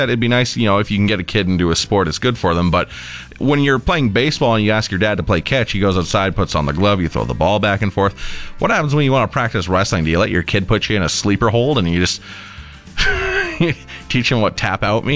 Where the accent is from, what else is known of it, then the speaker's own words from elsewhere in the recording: Saskatoon, Saskatchewan, Canada; like, I grew up in Saskatoon, and that was maybe once every like 4 years you saw live wrestling.